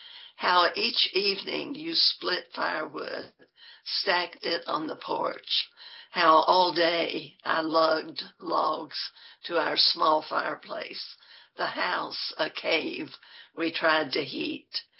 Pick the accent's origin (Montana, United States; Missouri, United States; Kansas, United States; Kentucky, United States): Kentucky, United States; also born or lived in Granttown, West Virginia; Actually, I was born in West Virginia, born in Granttown. My family moved back to southeastern Kentucky when I guess I was 5